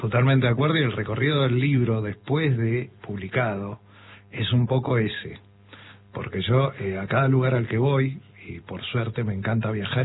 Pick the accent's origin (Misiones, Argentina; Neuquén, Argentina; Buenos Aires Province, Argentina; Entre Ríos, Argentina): Buenos Aires Province, Argentina; also born or lived in Mendoza; now in La Boca, Buenos Aires, Argentina; Soy mendocino, sí. Me crié en el Gran Buenos Aires y la mitad de mi vida la llevo viviendo en La Boca.